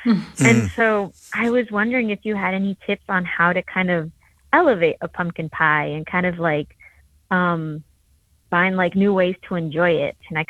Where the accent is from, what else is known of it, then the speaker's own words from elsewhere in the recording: Venezuela; now in United States; So I'm from Venezuela, and in Venezuela, we don't have four seasons, right? So when I came to the U.S., I was met with the joy of eating things that are specific to the fall.